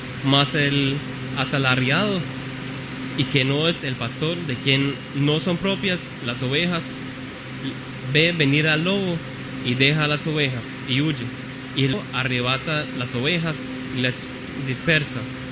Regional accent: Germany; moved away; En mi país, en Alemania, hay pastores.

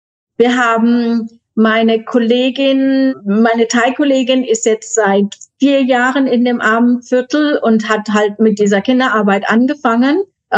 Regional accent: Germany; moved away as an adult; now in Thailand; gerade als Deutsche

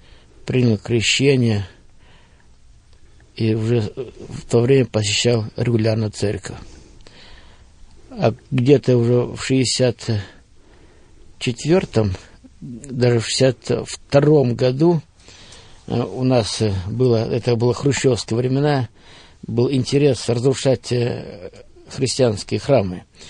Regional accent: Progress, Bryansk Oblast, Russia; Ну, мы родились на Брянщине, поселок Прогресс. Отец наш был пастырем, мы родились в христианской семье, наша была большая семья, 14 человек, я был в семье 13-й.

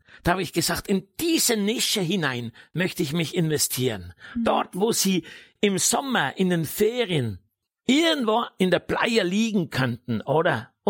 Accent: Appenzell Ausserrhoden, Switzerland; moved away; Und jetzt sind wir hier wieder, nach fast 40 Jahren bin ich wieder in meinem Heimatland.

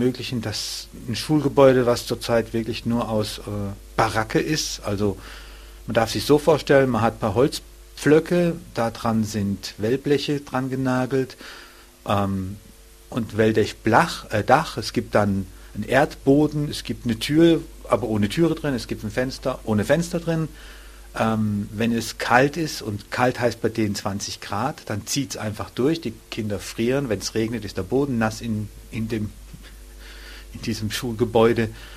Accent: Germany; man kommt als Deutscher nach Afrika, der noch nie in Afrika war

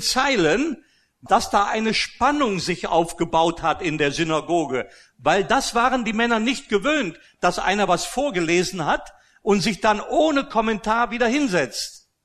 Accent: Austria; born or raised there

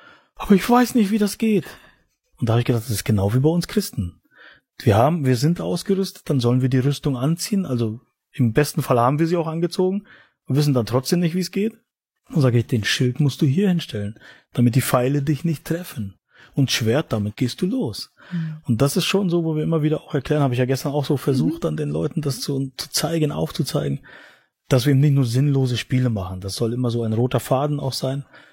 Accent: Mecklenburg-Vorpommern, Germany; Wir würden gerne nach Mecklenburg-Vorpommern gehen, das Ostdeutschland, meine Heimat eigentlich, wo ich herkomme

